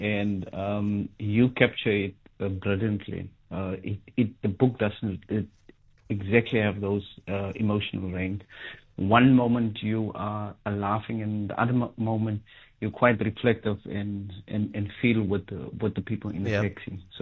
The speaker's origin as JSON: {"language": "English", "region": "Northern Cape", "country": "South Africa", "moved": "as an adult", "lives_now": "Cape Town, South Africa", "said": "I'm from the Makwaland, so in most cases, wherever we go, we walk."}